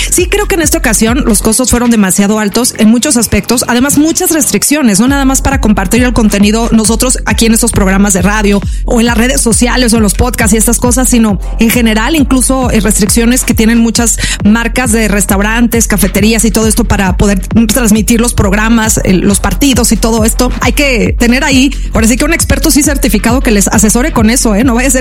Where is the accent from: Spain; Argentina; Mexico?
Mexico; quiero creer como buena mexicana